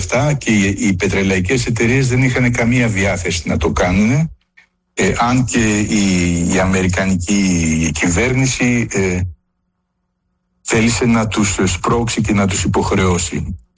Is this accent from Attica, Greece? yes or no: yes; Athens, Attica, Greece; Εγώ πιτσιρικά θυμάμαι, μεγάλωσα στην Αθήνα, υπήρχαν περίοδοι που καίγαν τα πόμολα